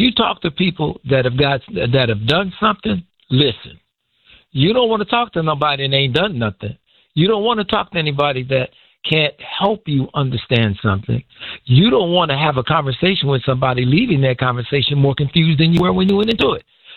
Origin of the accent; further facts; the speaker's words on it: Inglewood, California, United States; I grew up in Inglewood. My mother and father didn't even have college. Not college, high school degrees.